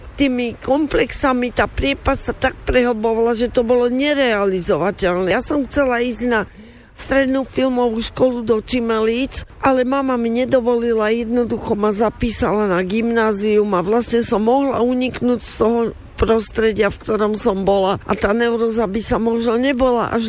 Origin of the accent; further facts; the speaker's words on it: Martin, Žilina Region, Slovakia; čítala som si aj to, že pochádzam z Martina, môj starý otec bol taký oneskorený štúrovec. Rozprávalo sa u nás správne po slovensky, hovorili aj nemecky, aj maďarsky